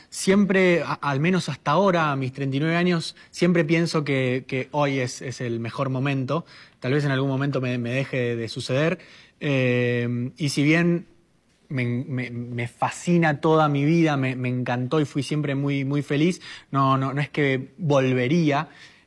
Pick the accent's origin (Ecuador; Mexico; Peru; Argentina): Argentina; Buenos Aires; accent: Buenos Aires ye (sheísmo); first language Spanish; en Argentina, sobre todo en Buenos Aires, que es de donde soy yo, todo es con ye, es shopping, gallina, llave, lluvia.